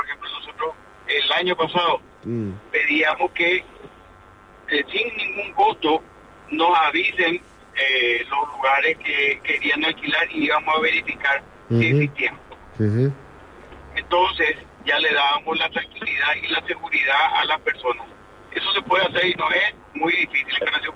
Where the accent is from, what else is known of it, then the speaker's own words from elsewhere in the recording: Paraguay; lo que somos los paraguayos.